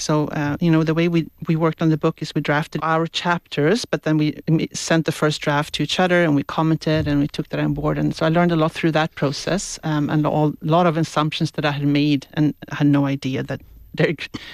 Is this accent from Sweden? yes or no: yes; Sweden; I also didn't realize much about the Sami people in my home country, Sweden, before I came here and read up about the indigenous peoples here.